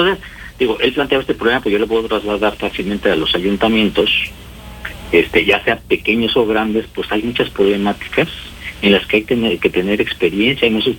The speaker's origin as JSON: {"language": "Spanish", "town": "Tijuana", "region": "Baja California", "country": "Mexico", "said": "Por ejemplo, yo te soy uno de Tijuana. Mira, en Tijuana el municipio tiene al año 11,000 millones de pesos, ¿ok?"}